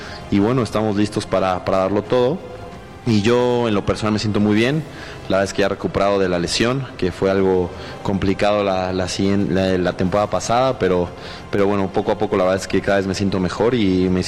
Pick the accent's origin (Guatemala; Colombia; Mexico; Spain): Mexico; yo siempre voy a estar como mexicano asumiendo el rol que me, que me corresponde